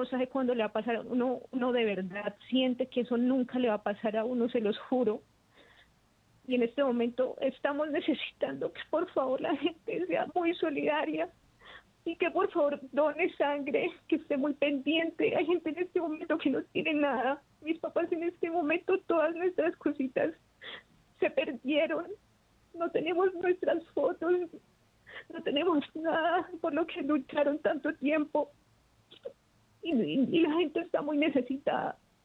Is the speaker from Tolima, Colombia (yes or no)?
no; Pereira, Risaralda, Colombia; now in Barbosa, Colombia; pues yo soy de Pereira, toda mi familia está en Pereira, por temas de trabajo estoy acá.